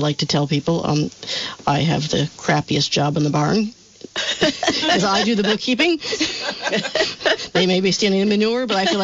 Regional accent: Bristol, Vermont, United States; I have lived in Vermont 99% of my life, with one six-month stint in Florida, another six-month stint in Felicia, New York. Long story. But for the most part, I lived in Addison County, and for most of that time in Bristol, Vermont. I grew up on Liberty Street

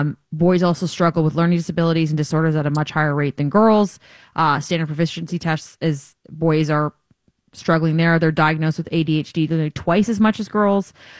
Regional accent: Amherstburg, Ontario, Canada; because of where I grew up in Amherstburg and all those things.

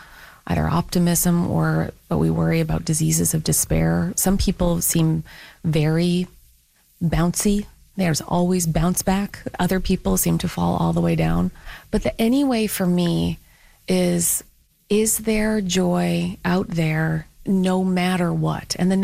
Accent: Canada; I'm from Canada, so I'm like horrified by the creatures where I live

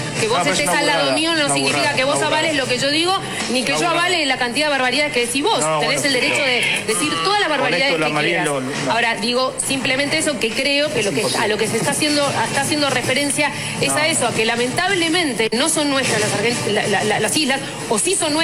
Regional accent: Argentina; No somos los argentinos, aunque nos duela, no somos los argentinos.

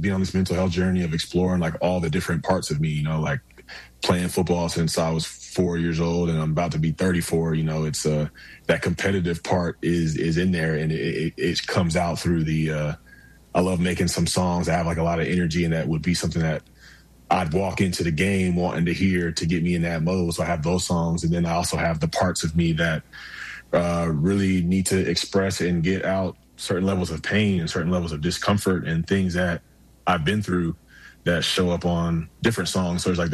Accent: Atlanta, Georgia, United States; I grew up in the Atlanta area

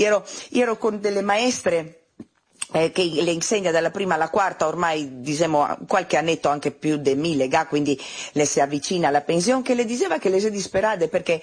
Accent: Istria County, Croatia; accent: Istro-Venetian; il nostro dialetto istroverde

